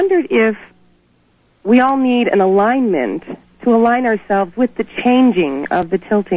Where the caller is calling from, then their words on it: Lake Tahoe, California, United States; I'm calling from Lake Tahoe, California.